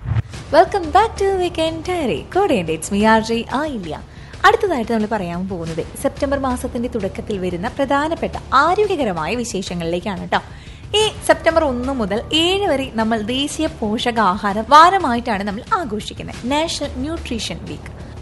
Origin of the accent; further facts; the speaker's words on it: Thrissur, Kerala, India; ഞങ്ങൾ തൃശ്ശൂരുകാർ